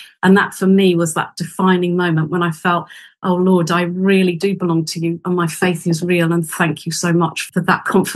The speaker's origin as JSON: {"language": "English", "region": "South East England", "country": "United Kingdom", "tie": "born or raised there", "said": "Not too far away. I was born in Surrey and grew up in a lovely home."}